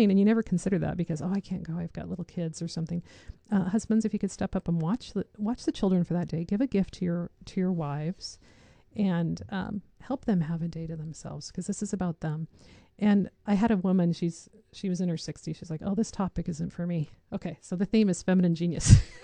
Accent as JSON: {"language": "English", "town": "Jerome", "region": "Idaho", "country": "United States", "tie": "born or raised there", "said": "I grew up in Jerome."}